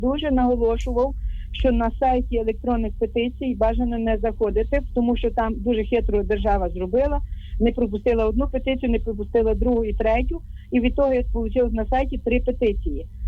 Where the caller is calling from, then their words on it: Khmelnytskyi, Khmelnytskyi Oblast, Ukraine; Я з Хмельницького